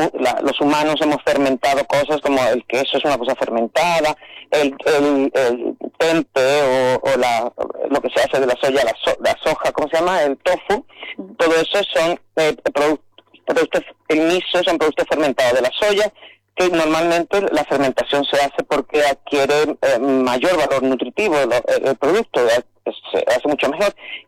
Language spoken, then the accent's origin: Spanish; Posadas, Andalusia, Spain; now in Mexico; yo trabajo en México, pero soy de Posadas.